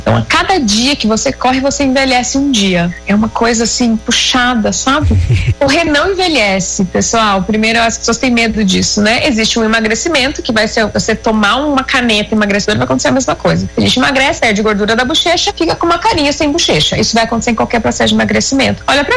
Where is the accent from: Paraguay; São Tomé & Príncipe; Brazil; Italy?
Italy; Portuguese is a second language; Que eu preciso da minha mão, que eu sou italiana e eu falo com a mão